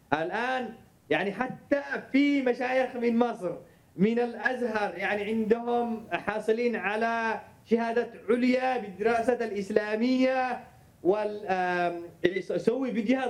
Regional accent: Yemen; أنا كإنسان يمني

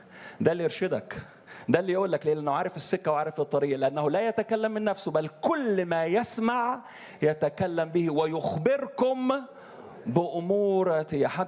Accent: Upper Egypt, Egypt; زي ما كان يقول عندنا في الصعيد

